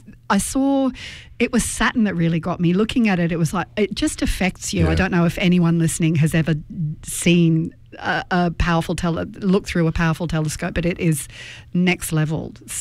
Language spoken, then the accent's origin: English; England, United Kingdom; I think growing up in England, I think there was a news theme that they took from